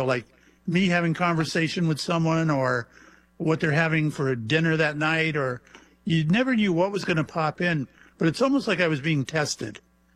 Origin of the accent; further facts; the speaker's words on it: Mayport, Florida, United States; I was on the Shangri-La out of my hometown of Mayport.